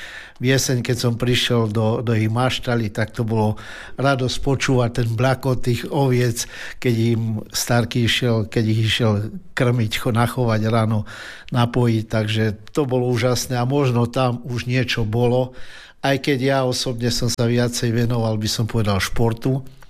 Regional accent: Helpa, Banská Bystrica Region, Slovakia; môj syn Matuško robil teraz školu hry na fujaru v mojej rodnej dedine v Helpe

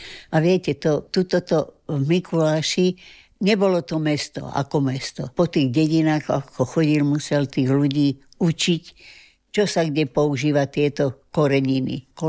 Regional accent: Zlín Region, Czechia; now in Slovakia; Nepochádzame, pochádzam z Moravy, od Uherského Brodu.

